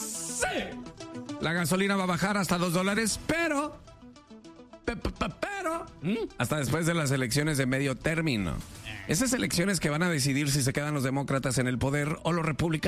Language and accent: Spanish; Mexico; now in United States; Yo soy de México, yo no soy de Estados Unidos.